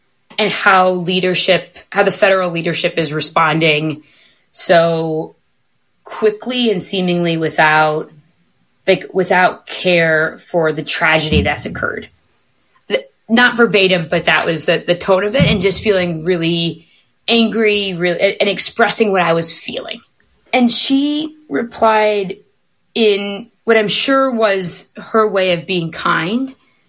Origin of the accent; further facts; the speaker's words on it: Ohio, United States; now in Minnesota, United States; she's in Ohio, which is my hometown as well.